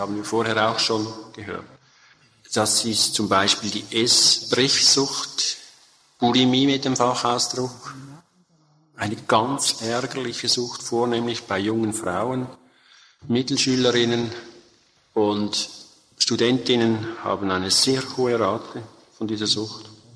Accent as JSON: {"language": "German", "country": "Switzerland", "said": "Bei uns in der Schweiz gibt es eine ganze Palette, hier wahrscheinlich auch, oder?"}